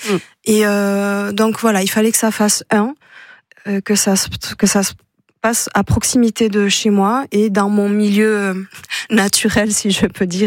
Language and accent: French; Hasparren, Nouvelle-Aquitaine, France; first language Basque; French is a second language; Moi, je suis d'ailleurs, mais j'ai grandi à Asparin, qui est la grande ville la plus proche. Ma vie sociale et culturelle, je l'ai faite à Asparin.